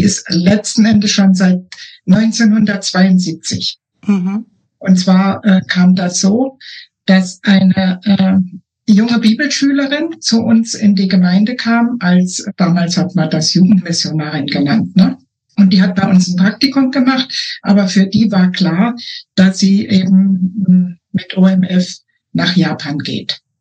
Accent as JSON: {"language": "German", "town": "Homberg", "region": "Hesse", "country": "Germany", "tie": "born or raised there", "said": "ich komme aus Homberg an der Efze. Das ist so direkt mitten in Deutschland, so 40 Kilometer südlich von Kassel. Und da in der Nähe bin ich auch geboren und aufgewachsen und lebe seit fast 50 Jahren hier."}